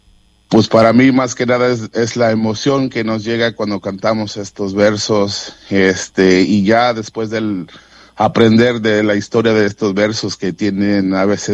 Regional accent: Mexico; yo como mexicano, para mí es ese sentimiento que me da, es orgullo, ¿verdad?, aportar a lo que es la comunidad de mexicana aquí, ¿verdad?

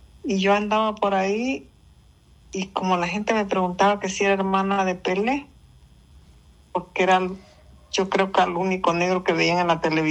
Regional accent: Pinotepa Nacional, Oaxaca, Mexico; yo estudié en la ciudad de Pinotepa, yo vivo en el Cirilo, no me casé para acá, pero yo de niña estudié ahí en Pino.

